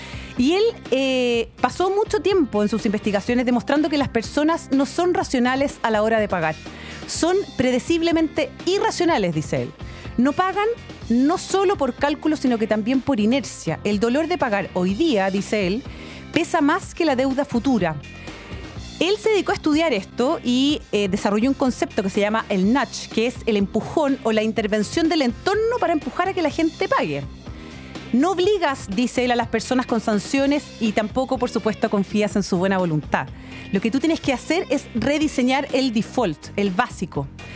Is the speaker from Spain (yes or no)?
no; Chile; ¿Pero somos deshonestos los chilenos por esta razón?